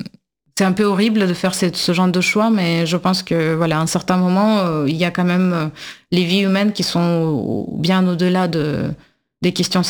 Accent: Russia; Et en tant que russe, je pense que oui

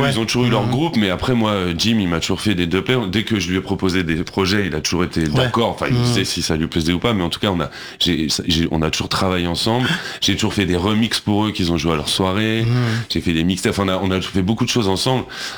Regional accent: Paris, Île-de-France, France; En fait, je suis né à Paris, 13e.

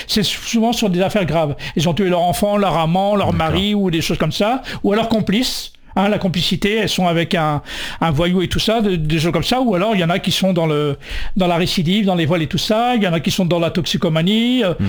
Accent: France; born there; Parce qu'avant, j'étais que algérien. Pourtant, je suis né en France.

